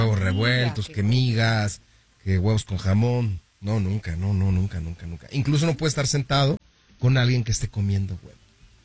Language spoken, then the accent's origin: Spanish; Mexico; Un mixólogo me dijo, hombre, ¿de dónde eres? Y le dije, de México.